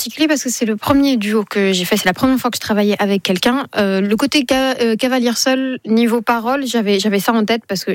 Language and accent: French; Paris, Île-de-France, France; born there; Et j'ai le droit parce que je suis née à Paris